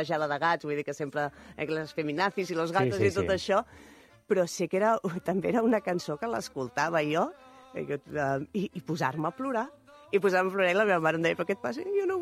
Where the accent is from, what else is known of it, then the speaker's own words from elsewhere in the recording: Mataró, Catalonia, Spain; Jo soc de Rocafonda, també, com el Lamin Yamal